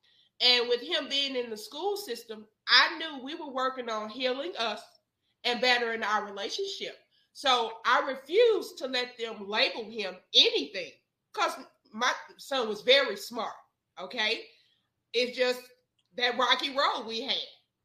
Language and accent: English; East St. Louis, Illinois, United States; Growing up, I'm from East St. Louis, Illinois, not Missouri.